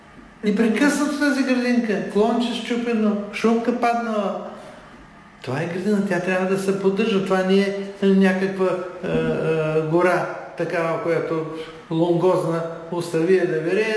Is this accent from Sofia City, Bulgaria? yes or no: no; Plovdiv, Plovdiv Province, Bulgaria; Питате ме като пловдивчанка, все едно, че не знаете отговора.